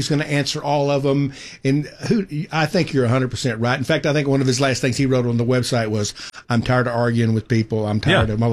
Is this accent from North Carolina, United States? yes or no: no; Fort Worth, Texas, United States; My dad, we're from Fort Worth. At this point, my parents had moved off to the little ranchette in Weatherford.